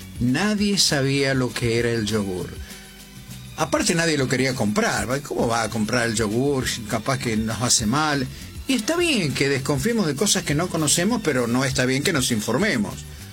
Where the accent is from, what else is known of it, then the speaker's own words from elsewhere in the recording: El Volcán, San Luis, Argentina; Somos del Volcán de San Luis, qué linda nuestra provincia de San Luis, qué bonita que es.